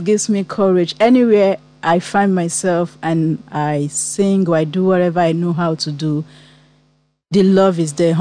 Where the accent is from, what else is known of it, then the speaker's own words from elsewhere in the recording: Nigeria; I'm Nigeria.